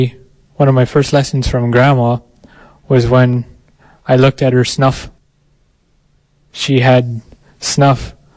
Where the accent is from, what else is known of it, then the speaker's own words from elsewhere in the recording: Montreal Lake, Saskatchewan, Canada; born there; also born or lived in Prince Albert, Canada / Regina, Canada; I come from a reserve called Montreal Lake Cree Nation, and where it is in Saskatchewan. Prince Albert, which is right in the middle of the place, borderline of where prairies meet the bush, a thick bush, and an hour into the bush north is where Montreal Lake